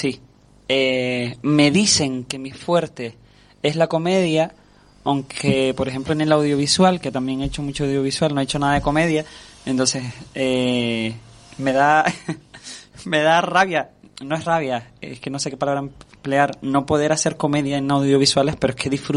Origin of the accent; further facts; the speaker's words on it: Firgas, Canary Islands, Spain; en mi barrio, yo soy de Firgas, que es el pueblo más pequeñito de la isla, y uno de los barrios que es buen lugar en el que yo vivo.